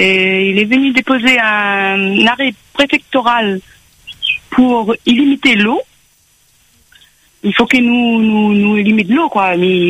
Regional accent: Réunion; Je suis né ici, j'habite ici, je suis mon lombo est enterré là, quoi.

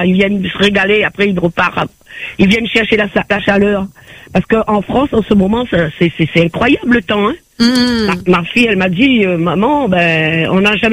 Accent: Réunion; moved away; Moi, quand j'ai quitté la Réunion depuis là 19 ans, les choses n'ont jamais changé.

